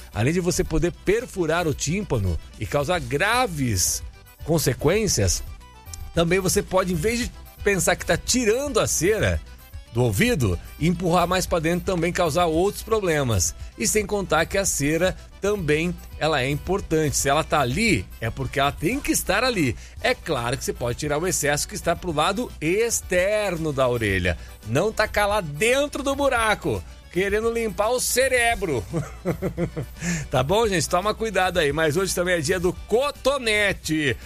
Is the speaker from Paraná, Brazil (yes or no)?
no; Araras, São Paulo, Brazil; lá de Araras, a minha terra natal, né? Cidade interior aqui de São Paulo